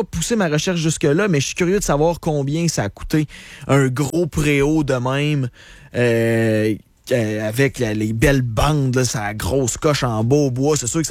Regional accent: Saint-Raymond, Quebec, Canada; quand j'étais jeune, à Saint-Raymond, il y avait pas grand-chose.

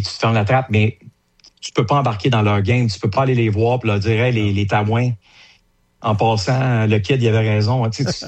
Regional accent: Gatineau, Quebec, Canada; Tu sais, moi, j'ai grandi à Hull. Puis grandir à Hull, là, je vais le répéter là, pour ceux qui le savent, là, dans les années 80

